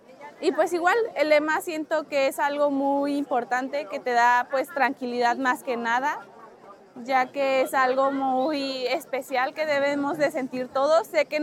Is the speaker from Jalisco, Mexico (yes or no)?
yes; Jalisco, Mexico; vengo de Jalisco, de México